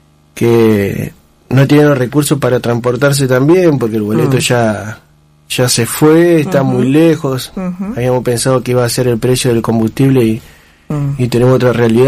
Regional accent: Santa Fe, Argentina; Yo soy nacido y criado en Santa Rosa de Lima.

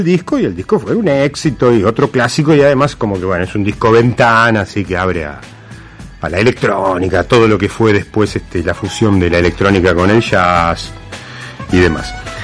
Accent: Argentina; porque por sobre todas las cosas somos argentinos, porque por sobre todas las cosas estamos en la República Argentina

